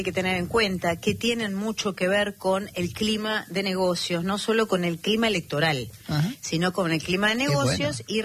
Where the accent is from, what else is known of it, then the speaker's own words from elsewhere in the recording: Argentina; Y que habla mucho de cómo somos los argentinos.